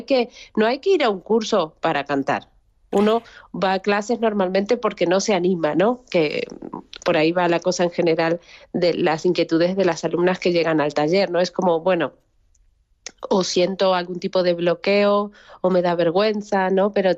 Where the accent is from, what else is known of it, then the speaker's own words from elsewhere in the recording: Argentina; now in Spain; Él también es argentino y nos encontramos aquí en España